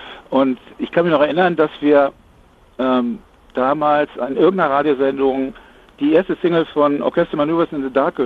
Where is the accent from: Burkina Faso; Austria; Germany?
Germany; North Rhine-Westphalia; wir kommen eigentlich alle drei aus Ostwestfalen